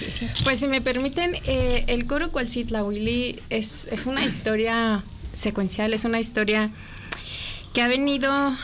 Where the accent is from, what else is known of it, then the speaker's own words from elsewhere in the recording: Nochistlán, Zacatecas, Mexico; now in Aguascalientes, Mexico; soy de Nochislán, Zacatecas. Pero ya tengo viviendo en Aguascalientes 31 años, así que ya esta es mi casa.